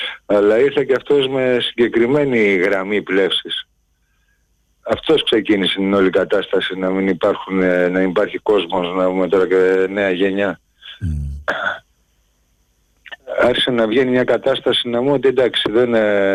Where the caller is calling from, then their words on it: Pallini, Attica, Greece; από Παλίνη.